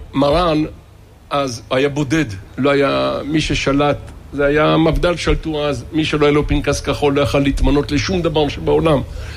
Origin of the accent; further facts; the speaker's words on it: Bat Yam, Tel Aviv District, Israel; אנחנו בת ימים.